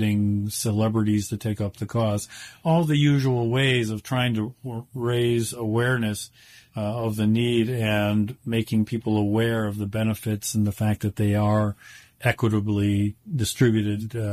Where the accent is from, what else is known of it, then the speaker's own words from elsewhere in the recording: Buffalo, New York, United States; No, I grew up in Buffalo. My parents are still there.